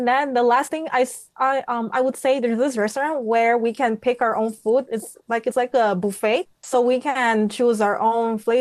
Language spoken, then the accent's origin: English; Mozambique; moved away as an adult; now in Beijing, China; I'm from Mozambique, and I'm currently studying in Beijing in Communications University of China.